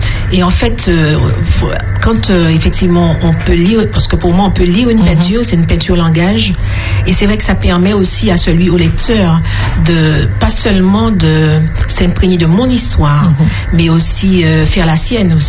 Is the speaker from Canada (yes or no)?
no; Martinique; je suis martiniquaise